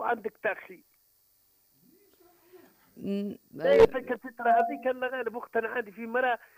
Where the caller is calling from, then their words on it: Bir El Hafey, Sidi Bouzid, Tunisia; من بير الحفيد.